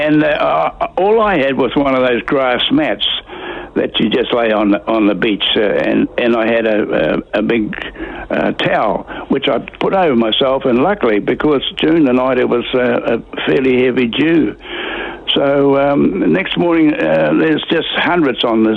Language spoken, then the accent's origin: English; New Zealand; I'm from New Zealand. I'm not English and I'm not Aussie. I'm New Zealand.